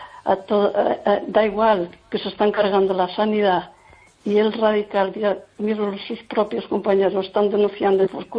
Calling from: Lugo, Galicia, Spain; Hola, buenas noches.

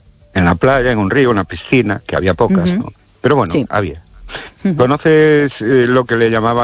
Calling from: Ourense, Galicia, Spain; de Orense

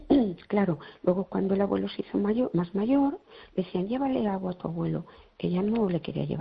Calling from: Fene, Galicia, Spain

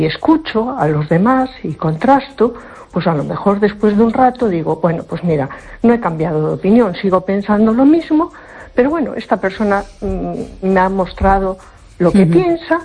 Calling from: A Coruña, Galicia, Spain; de Coruña.

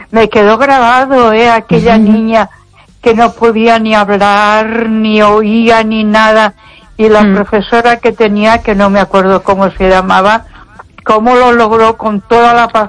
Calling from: Ponferrada, Castile and León, Spain; Buenas noches, Esther. … de Ponferrada.

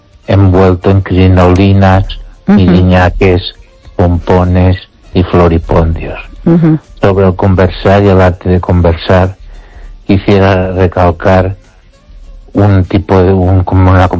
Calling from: Valencia, Valencian Community, Spain; de Valencia.

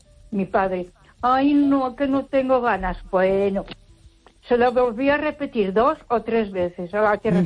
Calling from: Ponferrada, Castile and León, Spain; Buenas noches, Esther. … de Ponferrada.

